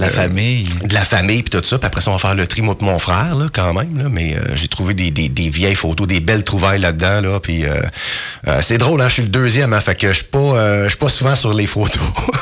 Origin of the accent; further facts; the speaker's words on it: Rouyn-Noranda, Quebec, Canada; Moi, je suis né à Noranda. On a vécu longtemps sur la rue Chadburn, coin 16e Chadburn à Rouyn-Noranda.